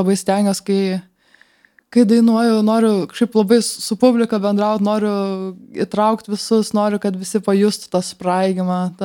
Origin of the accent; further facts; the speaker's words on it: Kretinga, Klaipėda County, Lithuania; mes esam iš Žemaitijos, iš tikrųjų. Esam iš Kretingos visi.